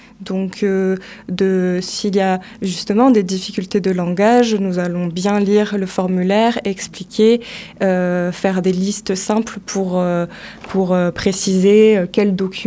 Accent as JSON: {"language": "French", "country": "France", "said": "j'ai 33 ans, je suis française, je parle français. Je comprends la difficulté d'apprendre une langue car j'apprends l'anglais."}